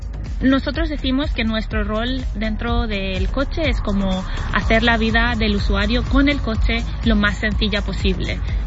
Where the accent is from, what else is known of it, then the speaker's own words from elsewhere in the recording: Barcelona, Catalonia, Spain; now in Sweden; Yo que soy de Barcelona y vivo en Suecia